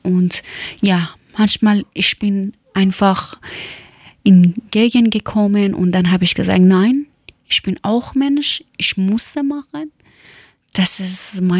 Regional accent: Herat, Afghanistan; first language Persian; German is a second language; Dann habe ich gesagt, ja, Herat, ich komme aus Herat.

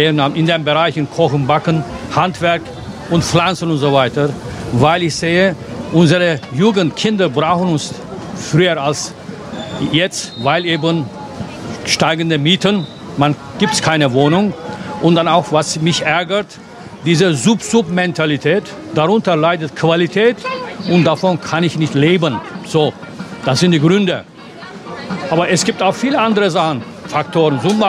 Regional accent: Turkey; German is a second language; moved away as an adult; now in Germany; ich komme aus der Türkei. Seit 55 Jahren bin ich in Deutschland. In der 70er Jahre bin ich nach Deutschland gekommen, auch in Darmstadt an der Fachhochschule studiert, Elektrotechnik.

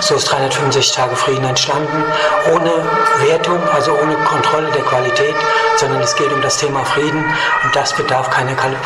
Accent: Bingen am Rhein, Rhineland-Palatinate, Germany; now in Niederheimbach, Germany; Aus Bingen am Rhein und bin dann in verschiedenen Stationen Deutschlands und Südamerikas gewesen, auch Israel, Indien und so weiter und so fort. Bin ziemlich in der Welt rumgekommen stellenweise und wohne jetzt in Niederheimbach am Rhein in einem schönen, wunderbaren Haus

